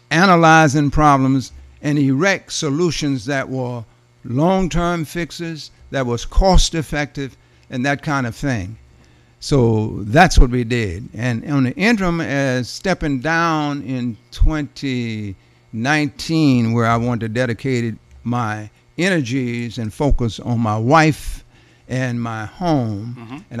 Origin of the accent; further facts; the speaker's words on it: Port Arthur, Texas, United States; moved away as an adult; as I came back to Port Arthur, which I, after all that experience, I wanted to come back to my hometown and give a little bit back